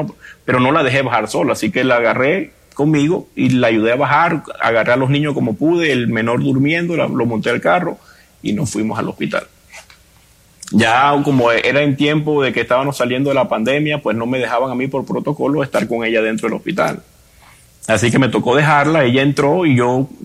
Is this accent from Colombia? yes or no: yes; La Guajira, Colombia; now in Miami, United States; Somos de Colombia